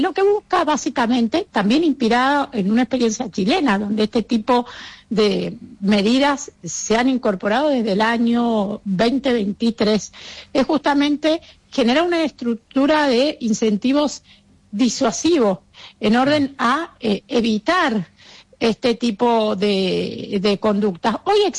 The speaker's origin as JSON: {"language": "Spanish", "region": "Mendoza", "country": "Argentina", "tie": "born or raised there", "said": "la provincia de Mendoza, de donde soy oriunda"}